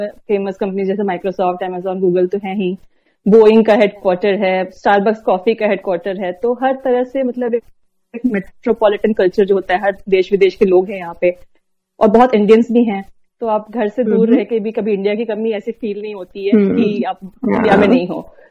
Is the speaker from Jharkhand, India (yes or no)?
yes; Ranchi, Jharkhand, India; also born or lived in Varanasi / Bangalore; जी, रांची से हूँ, झारखंड से, और मेरी मम्मी पापा भी वहीं रहते हैं. और मगर ऐसे कोई पूछता है ना मुझे कि मैं कहाँ से हूँ, तो एक तरह से आइडेंटिटी क्राइसिस हो जाती है क्योंकि मैं इतने शहरों में रह चुकी हूँ.